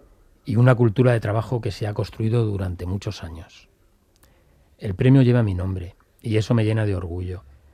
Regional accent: Alicante, Valencian Community, Spain; no solo yo, sino toda la Alicante y la comunidad valenciana, tenemos una forma característica de trabajar, que es la somos del Mediterráneo.

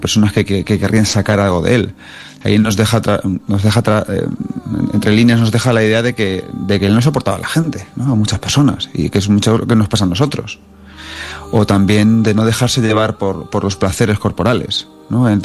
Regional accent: Manzanares, Castilla-La Mancha, Spain; Yo soy un pueblo de Ciudad Real muy chiquitín, de Manzanares. Bueno, no tan chiquitín, somos 15,000-18,000.

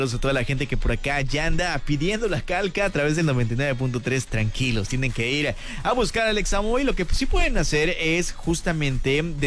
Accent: Mexico; pero pues uno como mexicano sí le gustaría ver a otros compatriotas en otros países, ¿no?

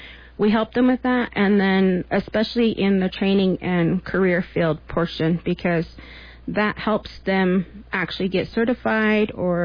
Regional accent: Mishongnovi, Arizona, United States; I'm from the Pumpkin Clan from the village of Masangnavi.

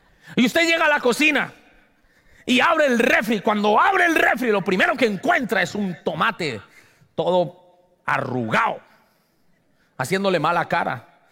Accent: Colombia; moved away; No, mijo, yo vengo de Colombia

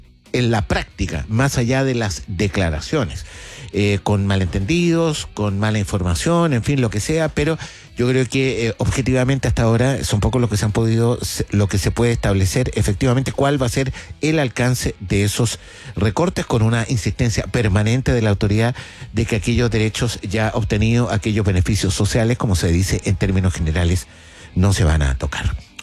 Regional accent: Chile; ¿Somos racistas los chilenos, no?

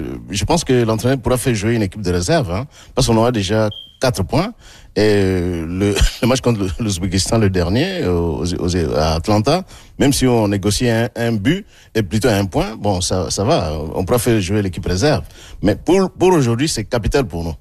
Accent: DR Congo; Alors, la Colombie, vous savez, moi, je suis Congolais. Hein. Quand je suis Congolais, moi, je crois en mes propres capacités.

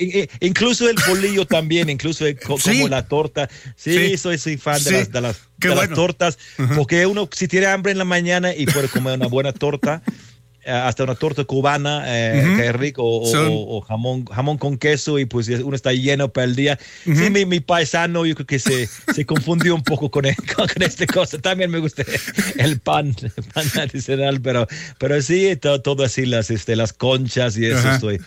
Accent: England, United Kingdom; now in Mexico; Yo, como soy de Inglaterra

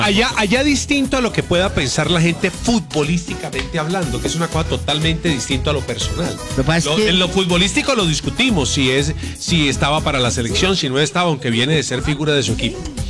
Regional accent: Colombia; todos somos ciudadanos colombianos

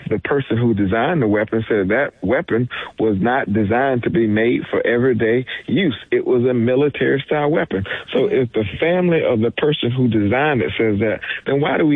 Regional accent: South Carolina, United States; In many states, like my home state of South Carolina and across the country, they pass restrictions

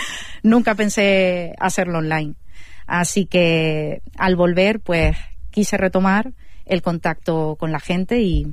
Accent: Los Llanos de Aridane, Canary Islands, Spain; este proyecto está ubicado en mi ciudad natal, aquí en Los Llanos

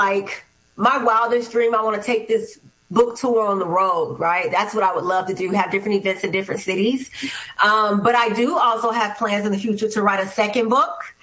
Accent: Miami, Florida, United States; But Miami's my hometown. And so Yeah. It's my little, like, I have a, you know, the baby with the little passy. Like, I'm connected to that space.

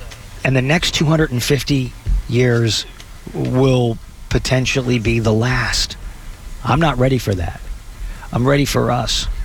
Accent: Texas, United States; So when I grew up in West Texas, one of the things that we had was, we had the different places that you could get to.

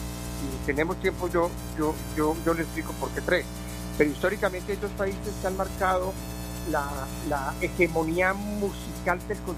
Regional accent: Colombia; escúcheme, soy colombiano, soy periodista

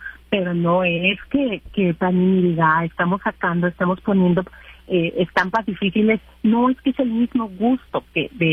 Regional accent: Mexico; queremos, como mexicanos, pues queremos ser partícipes

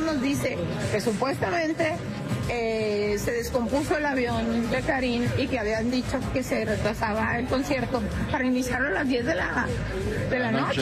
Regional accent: Chihuahua, Mexico

